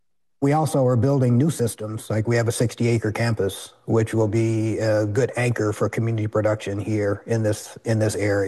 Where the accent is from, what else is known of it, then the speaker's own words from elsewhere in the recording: Detroit, Michigan, United States; Well, I grew up in Detroit in a very active family and community.